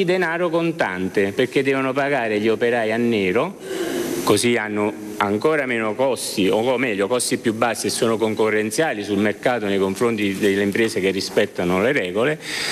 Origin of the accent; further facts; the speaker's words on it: Naples, Campania, Italy; io sono napoletano, quindi facciamo l'esempio, l'esempio della camorra.